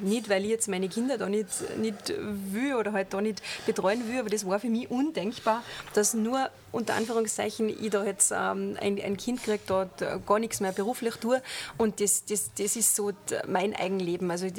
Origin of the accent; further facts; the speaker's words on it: Austria; Aber was dann denn wir als Österreicher lernen, also diese europäische Idee, da bin ich eine Vollgasverfechterin.